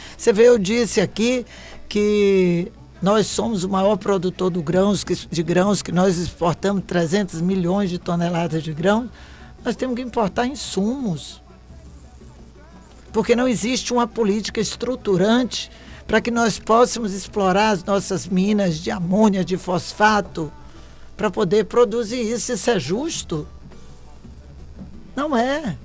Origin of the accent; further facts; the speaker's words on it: Bahia, Brazil; now in Goiás, Brazil; eu sou baiana.